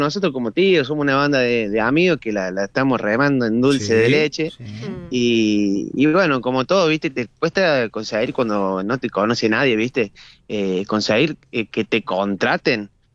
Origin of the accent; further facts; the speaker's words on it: Alta Gracia, Córdoba, Argentina; nosotros somos de Altagracia, está a 40 minutos de acá